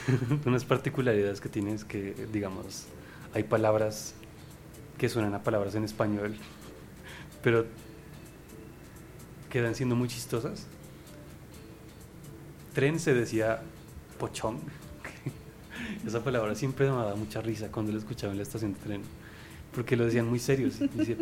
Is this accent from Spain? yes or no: no; Colombia; Digamos, la gente es amable, amable como colombianos